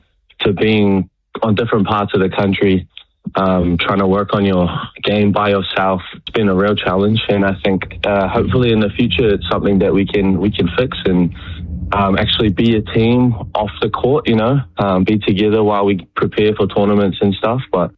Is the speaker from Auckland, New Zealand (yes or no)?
no; Hamilton, Waikato, New Zealand; I grew up in Hamilton, went to a little Māori school, and then spent 3 years at Hamilton Boys High